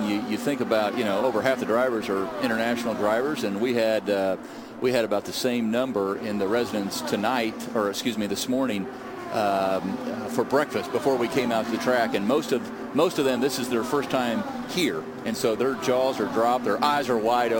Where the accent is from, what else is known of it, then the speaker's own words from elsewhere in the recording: Indianapolis, Indiana, United States; Deep roots, and it's growing up on the West Side.